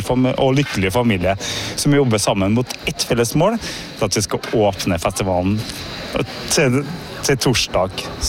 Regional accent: Trøndelag, Norway; accent: Trøndelag dialect; now in Harstad, Norway; Når du hører på dialekten min, så kommer jeg fra Trøndelag, og jeg var da russ I det herrens år 1989.

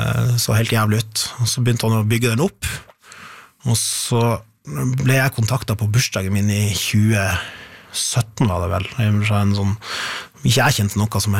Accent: Sigerfjord, Nordland, Norway; Og da flytta liksom to av sønnen til Sigefjorden der jeg er fra, tok med seg blant annet det huset jeg bor

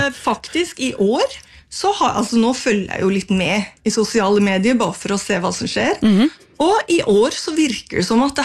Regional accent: Geilo, Buskerud, Norway; med de bunadene som kommer fra hjemstedet mitt.

